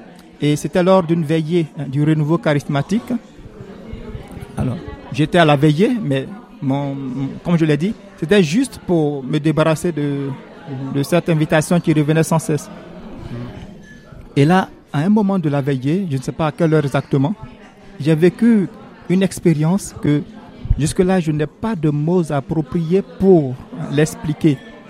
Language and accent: French; Côte d’Ivoire; je suis originaire de la Côte d'Ivoire, là, j'ai 36 ans, je suis le fils aîné d'une famille de 7 enfants. Alors, je ne viens pas d'une famille chrétienne